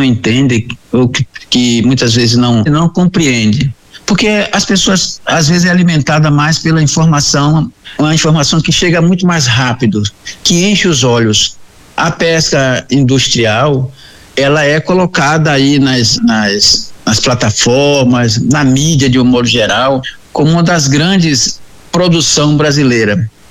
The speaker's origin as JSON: {"language": "Portuguese", "area": "Boipeba Island", "region": "Bahia", "country": "Brazil", "tie": "born or raised there", "said": "Eu nasci e me criei na comunidade, como falei anteriormente, numa comunidade chamada Cova da Onça, é uma comunidade tradicional pesqueira, que fica na ilha de Boipeba, pesco desde quando me entendo por gente, né?"}